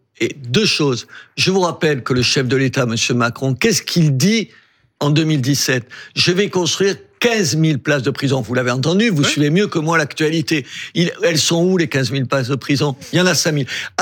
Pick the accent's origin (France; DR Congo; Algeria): Algeria; born there; Moi, je suis né en Algérie. Je préfère quand c'est l'Algérie qui gagne